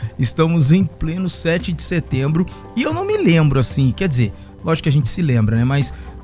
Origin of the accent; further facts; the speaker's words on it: Lorena, São Paulo, Brazil; Hoje o desfile lá na minha cidade, na cidade de Lorena, foi debaixo de chuva.